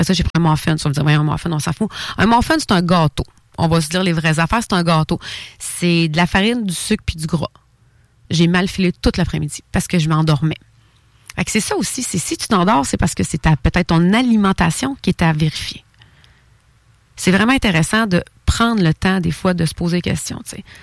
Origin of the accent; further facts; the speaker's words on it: Quebec, Canada; Bon, vous savez, moi, je suis québécoise.